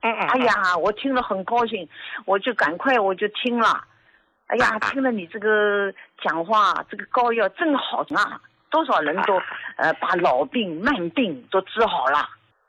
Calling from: Jiangsu, China; 我是江苏的。

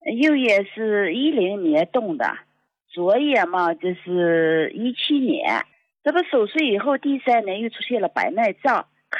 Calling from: Datong, Shanxi, China; 我是山西大同的。

